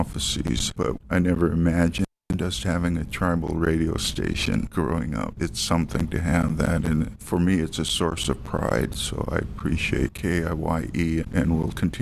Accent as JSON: {"language": "English", "town": "Kamiah", "region": "Idaho", "country": "United States", "tie": "born or raised there", "said": "I grew up in Kamiyai"}